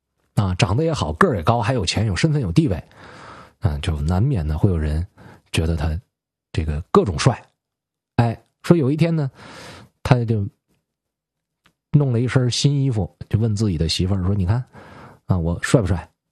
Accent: Northeast China, China; 拿我们东北话来讲，挺打人。

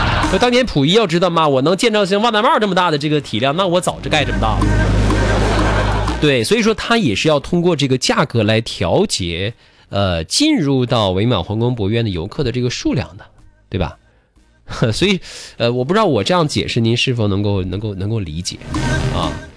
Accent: Changchun, Jilin, China; 包括我们长春人本地人

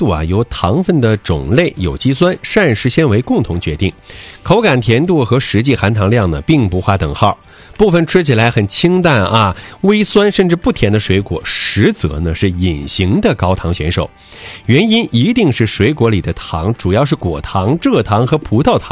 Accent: Northeast China, China; 第一个是我们东北人特别爱吃的山楂。

